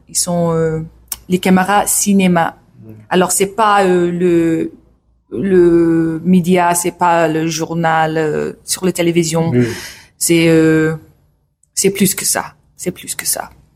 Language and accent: French; New Zealand; French is a second language; On vient de Nouvelle-Zélande, Aotearoa, et on n'a pas eu la chance de écouter les vraies histoires